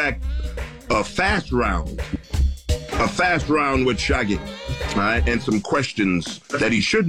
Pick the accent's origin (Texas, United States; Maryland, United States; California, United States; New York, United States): New York, United States; New York City; Yeah, I grew up on Troy and Avenue D.